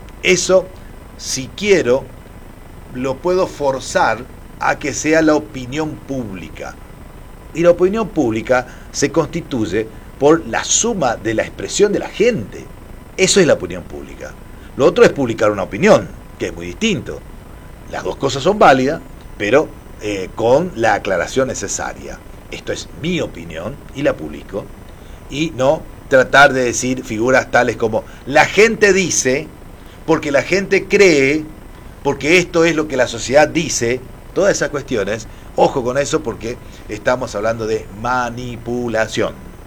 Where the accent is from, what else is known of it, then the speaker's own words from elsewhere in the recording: Misiones, Argentina; a nosotros los misioneros